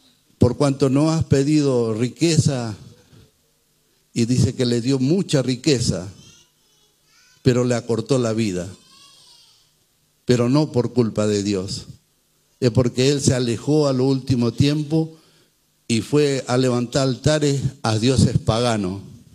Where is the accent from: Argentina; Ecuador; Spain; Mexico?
Argentina; Chaco; nosotros somos del Chaco